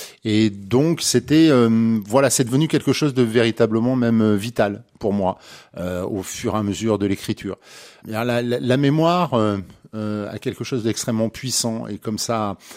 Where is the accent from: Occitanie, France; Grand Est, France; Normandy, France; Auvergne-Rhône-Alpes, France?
Auvergne-Rhône-Alpes, France; nous sommes des taiseux, hein, on est des Auvergnats, de la campagne, de la montagne